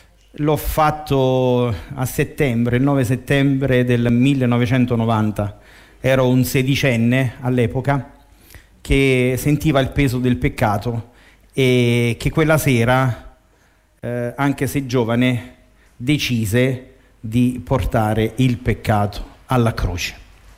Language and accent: Italian; Monte San Giacomo, Campania, Italy; sono di Monte San Giacomo